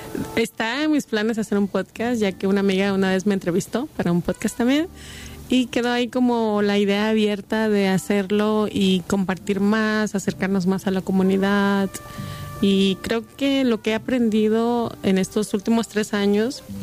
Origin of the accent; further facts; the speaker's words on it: Mexico; moved away; Fíjate que cuando vengo yo de México, emigré a.